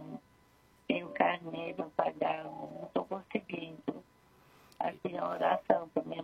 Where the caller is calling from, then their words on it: São Vicente, São Paulo, Brazil; Eu falo de São Vicente, do litoral.